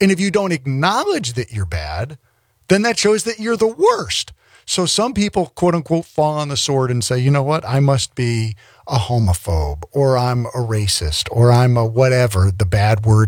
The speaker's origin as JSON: {"language": "English", "region": "Connecticut", "country": "United States", "tie": "born there", "moved": "yes", "lives_now": "South Carolina, United States", "said": "whether I'm here in South Carolina, back in my home state of Connecticut"}